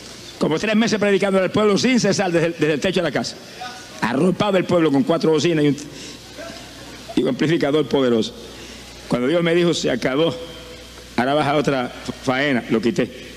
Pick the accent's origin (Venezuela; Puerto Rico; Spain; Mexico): Puerto Rico; Camuy; Yo viví 35 años perdido en mi pueblo de Camuy.